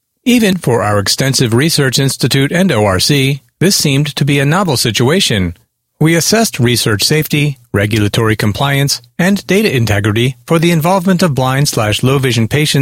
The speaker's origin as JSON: {"language": "English", "town": "Little Rock", "region": "Arkansas", "country": "United States", "tie": "born or raised there", "said": "this room is known as the Little Rock Room. I don't think we ever found out why this room is named for my hometown, but what a coincidence."}